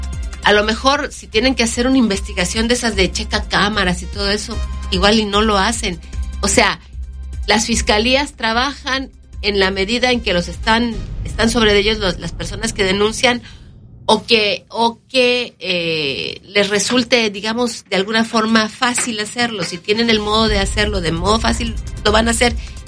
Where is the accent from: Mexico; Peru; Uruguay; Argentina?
Mexico; así somos los mexicanos